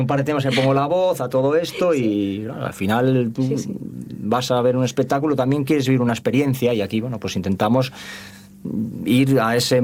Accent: Carreño, Asturias, Spain; now in Avilés, Spain; Yo llevo muchos años afincado en Áviles, pero realmente soy de Carreño.

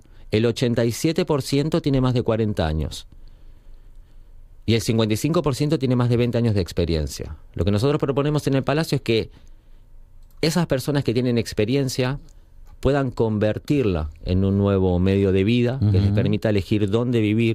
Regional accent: Argentina; Si bien en Argentina tenemos nuestra Patagonia hermosa, también maravillosa, nuestra Pampa

